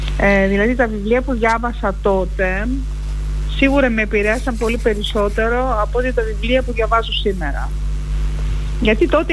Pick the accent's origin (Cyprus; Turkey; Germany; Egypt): Germany; moved away as an adult; also born or lived in Denmark / South Africa / London; now in Thessaloniki, Greece; Παρόλο που γεννήθηκα και μεγάλωσα στη Γερμανία και έζησα και πολλά χρόνια εκεί και πήγα εκεί στο σχολείο